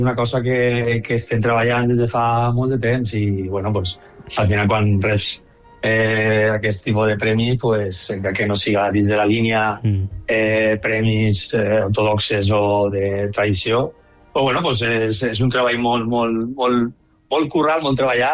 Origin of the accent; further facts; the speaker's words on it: Xàtiva, Valencian Community, Spain; tots els que som de Xàtiva